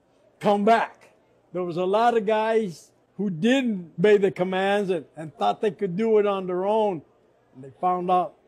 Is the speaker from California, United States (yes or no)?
yes; Lamont, California, United States; From Lamont, California to Bakersfield Junior College for a year